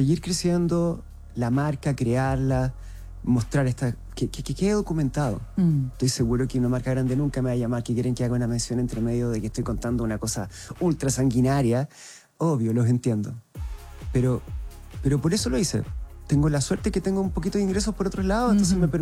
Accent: Curicó, Maule, Chile; now in Santiago, Chile; en el colegio cuando era chico en Curicó.

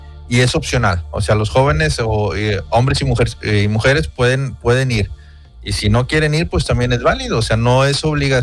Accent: Monterrey, Nuevo León, Mexico; Entonces, esto sucedió aquí en México, en el sur de Chiapas. Yo soy de Monterrey, mi amigo es de aquí de Monterrey, a él le tocó ir a Chiapas

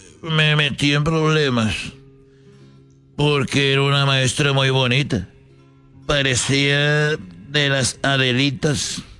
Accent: Jalisco, Mexico; Iba a la escuela ya en donde yo nací, en Jalisco.

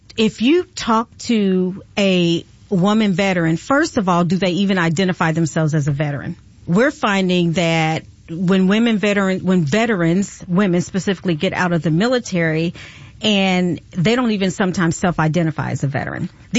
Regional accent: Midwest, United States; now in Georgia, United States; We live in Georgia, so I'm from the Midwest.

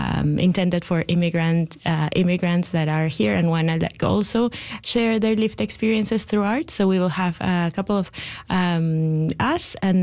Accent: Vancouver, British Columbia, Canada; So the first one took place in BC. We come from Vancouver.

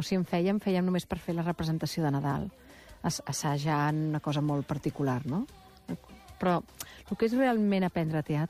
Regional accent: Barcelona, Catalonia, Spain; Ah, sí, clar, jo no soc del Passeig Bonanova, soc de Major

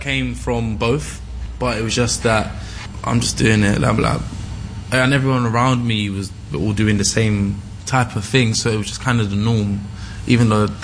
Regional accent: London, United Kingdom; to see how privileged you are to have been growing up in London. So my granddad was yeah, cool, you're going to ship you back to Guyana.

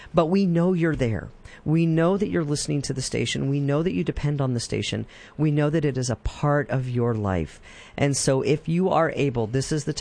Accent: Wisconsin, United States; I'm originally from Wisconsin, and you can hear it whenever I talk about Wisconsin or Minnesota or yeah, you betcha.

